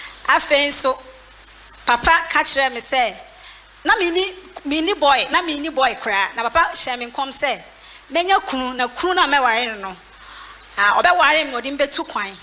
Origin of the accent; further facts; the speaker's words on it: Greater Accra, Ghana; I'm from Community 8.